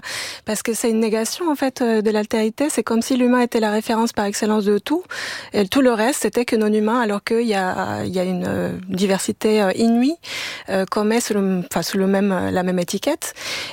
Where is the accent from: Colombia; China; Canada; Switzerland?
Colombia; moved away as an adult; now in France; Nature qui est tellement présente, tellement parfois envahissante en Colombie, mon pays d'origine.